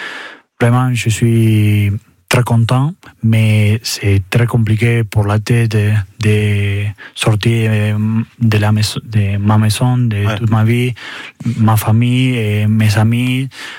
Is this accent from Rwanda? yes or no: no; Bella Vista, Buenos Aires, Argentina; French is a second language; moved away; Moi, c'est Bellavista